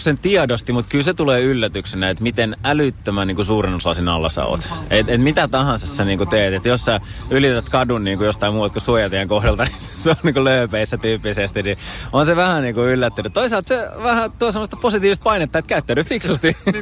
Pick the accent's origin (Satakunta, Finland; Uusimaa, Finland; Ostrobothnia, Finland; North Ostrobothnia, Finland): Uusimaa, Finland; Espoo; itse kun tulen Espoosta